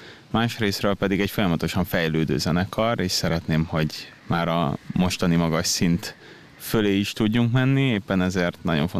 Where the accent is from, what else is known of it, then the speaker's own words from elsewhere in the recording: Budapest, Hungary; born there; Én Budapesten születtem